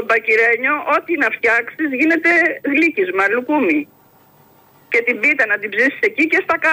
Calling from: Central Greece, Greece; Είμαι από χωριό, δεν είμαι μέσα από την Κάριστο.

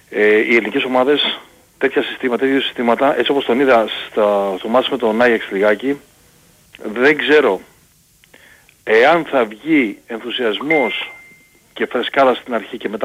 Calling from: Palaio Faliro, Attica, Greece; από το Παλαιφάδι

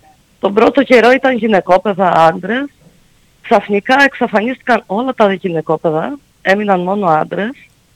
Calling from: Heraklion, Crete, Greece; Εμείς πολλοί είμαστε Ηρακλειώτες που φύγαμε από το Ηράκλειο, παρόλο που έχουμε σπίτια στο Ηράκλειο, για να έρθουμε στην εξοχή

